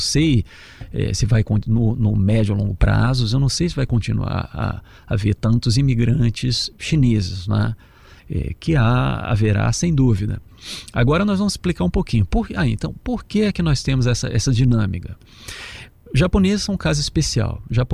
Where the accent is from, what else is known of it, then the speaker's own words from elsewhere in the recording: Brazil; Eu cresci no Brasil